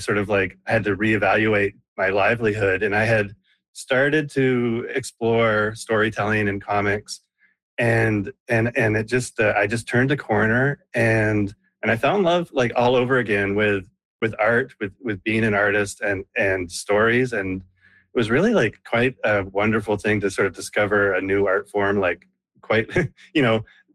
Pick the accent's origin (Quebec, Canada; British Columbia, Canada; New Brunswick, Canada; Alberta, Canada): New Brunswick, Canada; Moncton; I grew up in Moncton in New Brunswick.